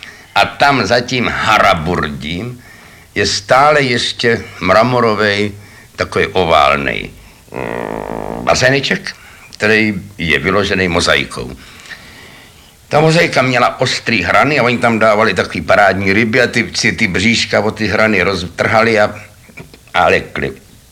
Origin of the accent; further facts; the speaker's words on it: Prague, Czechia; born there; jsem se narodil na Smíchově, no.